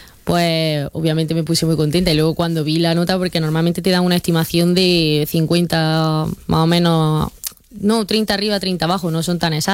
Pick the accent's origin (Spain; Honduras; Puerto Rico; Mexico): Spain; Sabiote, Andalusia; moved away as an adult; yo llevo mucho tiempo fuera y la verdad es que a mí me gusta mucho mi pueblo, me gusta mucho estar cerca de mi gente y estar aquí en Sabiote.